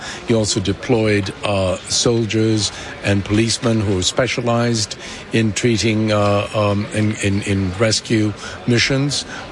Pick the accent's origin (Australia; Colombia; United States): Colombia; I come from Colombia, and it's a land of earthquakes. There's nothing you can do about it. I can remember as a child at least four very strong earthquakes.